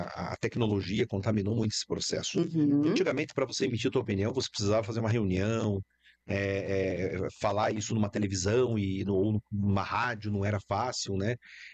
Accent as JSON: {"language": "Portuguese", "town": "Clevelândia", "region": "Paraná", "country": "Brazil", "tie": "born or raised there", "moved": "yes", "lives_now": "Pato Branco, Brazil", "said": "da minha cidade natal, lá em Clevelândia"}